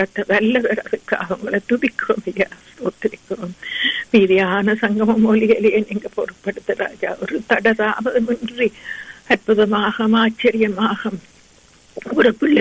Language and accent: Tamil; Sri Lanka; moved away; நாங்கள் பிறந்து வளர்ந்த இலங்கை தீவுக்காக வருகிறோம்.